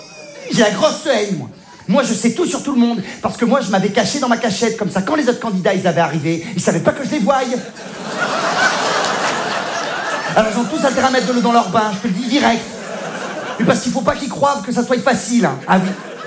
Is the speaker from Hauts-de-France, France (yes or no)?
no; Provence-Alpes-Côte d'Azur, France; Oui, je viens du sud de la France, oui. Ah, je suis provençal. Ça veut dire, on me lave la culotte, on entend les cigales.